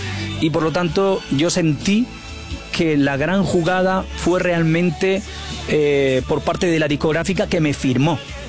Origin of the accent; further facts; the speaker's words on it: southern Spain, Spain; con su sonido de mi tierra, sí, del sur de España.